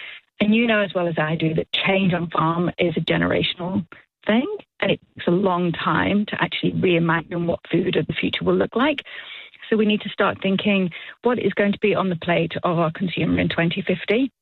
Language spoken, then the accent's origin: English; Manchester, North West England, United Kingdom; I am from Manchester.